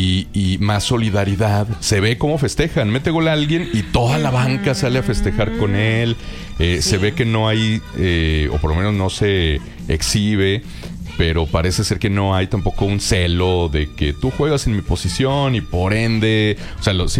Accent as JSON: {"language": "Spanish", "country": "Mexico"}